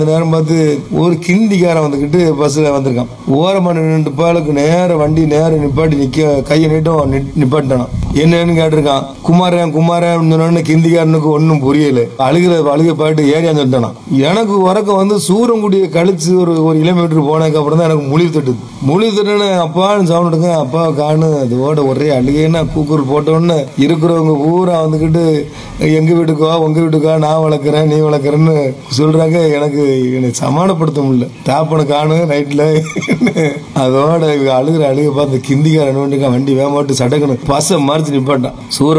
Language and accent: Tamil; Tamil Nadu, India; நான் பாமன் கிராமத்தை சேர்ந்தவன். எனக்கு வயசு இப்போ ஒரு 52 வயசு ஆகுது.